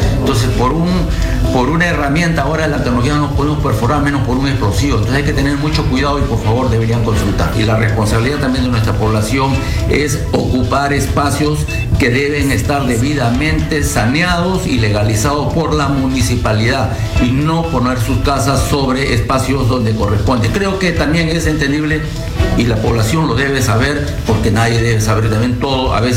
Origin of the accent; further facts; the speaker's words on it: Peru; todos somos peruanos